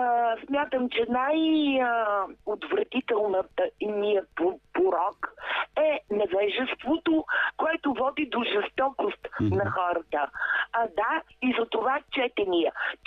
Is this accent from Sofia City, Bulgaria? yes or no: yes; Sofia, Sofia City, Bulgaria; родена съм в София и цял живот тук живея.